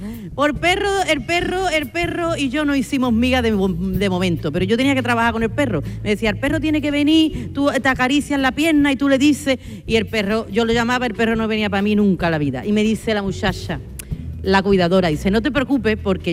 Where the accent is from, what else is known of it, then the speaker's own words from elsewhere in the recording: Seville, Andalusia, Spain; somos de Triana y tenemos la misma edad.